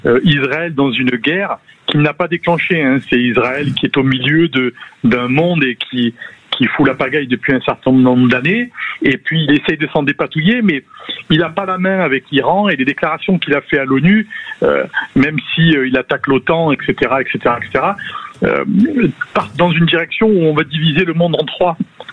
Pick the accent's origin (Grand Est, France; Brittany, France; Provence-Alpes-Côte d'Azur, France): Provence-Alpes-Côte d'Azur, France; Gassin; C'est exact. Là, je suis en déplacement, mais je suis de Gassin, et vous avez très bien décrit la situation du village.